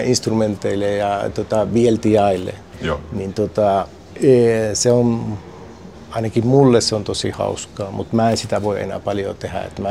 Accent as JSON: {"language": "Finnish", "region": "North Karelia", "country": "Finland", "tie": "born or raised there", "also_born_or_lived": "Kuopio", "moved": "as an adult", "lives_now": "Chile", "said": "Mä oon ollut 27 vuotta Chilessä. Mä synnyin Joensuun lähellä, kävin koulun siellä ja sitten mä menin ammattikorkeakoulun Kuopiossa"}